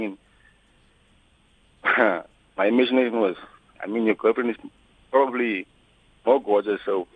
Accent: Rehoboth, Hardap, Namibia; moved away; And I came to my hometown, which is Rehoboth

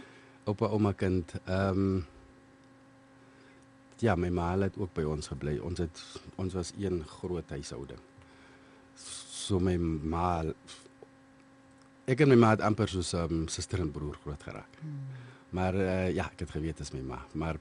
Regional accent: Windhoek, Khomas, Namibia; also born or lived in South Africa; Ek was gebore in Suid-Afrika. Maar my ouers het die tyd Suid-Wes-Afrika toe kom trek, toe ek nog baie jonk was. Ek het skool hier begin. Ek was op Kamams Primair.

